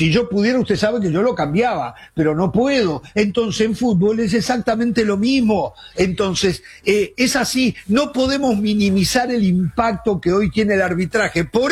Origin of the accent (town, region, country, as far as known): Uruguay; moved away